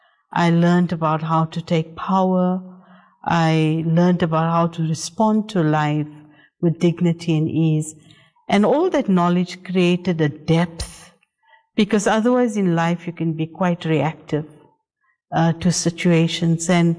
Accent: South Africa; born there; So I was born in South Africa, and I had a good life, came from a good home.

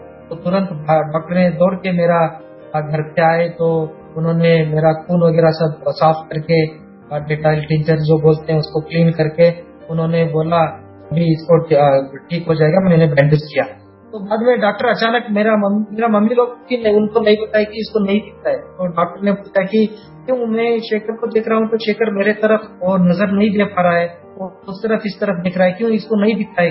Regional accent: Shivamogga, Karnataka, India; तो बैंगलोर से और मेरा गाँव शिवमोगा आने के बाद

